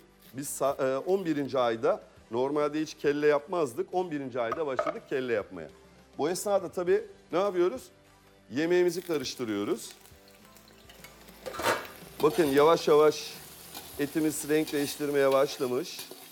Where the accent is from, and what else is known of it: Aydın, Turkey